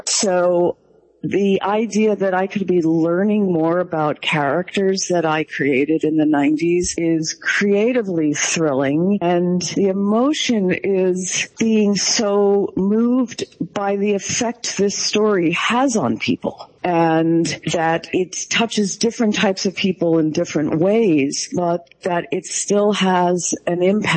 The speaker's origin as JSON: {"language": "English", "town": "New York City", "region": "New York", "country": "United States", "tie": "born or raised there", "moved": "yes", "lives_now": "California, United States", "said": "We grew up in Brooklyn, but this is where they all wound up. I left New York and I've been in California for decades, but I'm spending this summer in New York"}